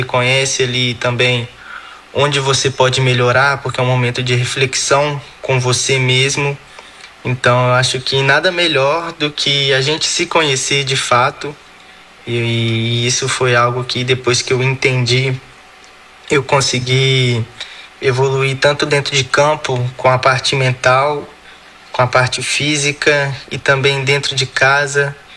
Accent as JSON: {"language": "Portuguese", "town": "Belo Horizonte", "region": "Minas Gerais", "country": "Brazil", "tie": "born or raised there", "lives_now": "Leverkusen, Germany", "said": "eu sou natural de Belo Horizonte, tenho 23 anos de idade, eu tô indo pro meu terceiro ano aqui na Europa"}